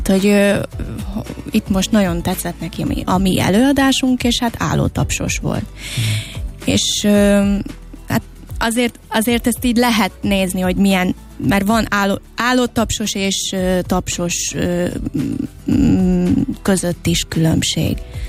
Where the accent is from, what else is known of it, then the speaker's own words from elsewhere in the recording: Hungary; azon a nyelven kellett énekelni magyarként.